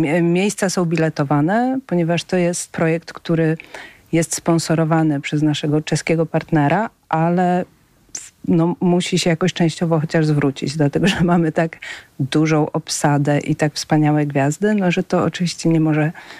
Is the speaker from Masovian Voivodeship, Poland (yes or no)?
yes; Warsaw, Masovian Voivodeship, Poland; born there; ja jestem warszawianką z urodzenia